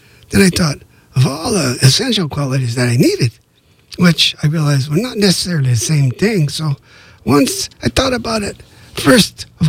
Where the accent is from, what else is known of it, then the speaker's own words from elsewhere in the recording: Los Angeles, California, United States; I wrote one about growing up in East L.A.